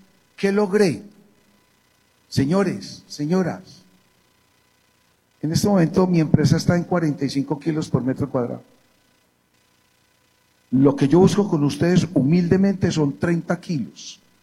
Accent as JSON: {"language": "Spanish", "region": "Antioquia", "country": "Colombia", "said": "Porque si les digo una cosa como paisa, aunque el man dice que no soy paisa."}